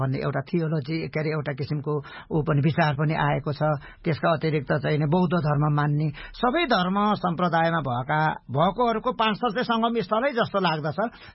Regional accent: Koshi Province, Nepal; पहिले सिक्किम छुट्टै राज्य हुँदाखेरि भारत सिक्किम र नेपालको सिमाना जोडिएको ठाउँलाई चाहिँ तीन सिमाना भन्छ, त्यो मेरो गाउँमा पर्दछ।

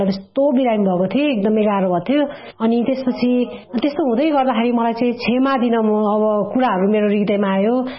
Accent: Sindhuli, Bagmati, Nepal; moved away; मेरो घर चाहिँ सिन्धुली हो र हाल चाहिँ म यहाँ सागा छेउमा बस्छु

